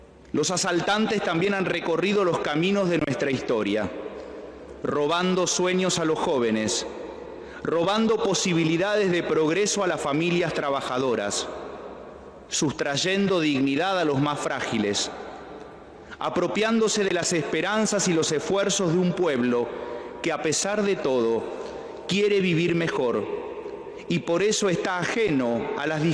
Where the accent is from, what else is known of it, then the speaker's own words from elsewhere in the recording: Argentina; A veces, como sociedad argentina, también recorremos caminos peligrosos